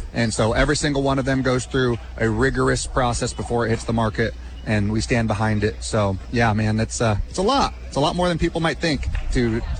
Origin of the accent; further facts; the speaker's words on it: United States; we live in a country that's the best country in the history of the world, and we believe it is for a reason, and we're proud to live in this country.